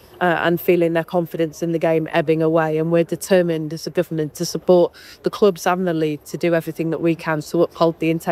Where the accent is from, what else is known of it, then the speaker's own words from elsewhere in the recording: Manchester, North West England, United Kingdom; I grew up in Manchester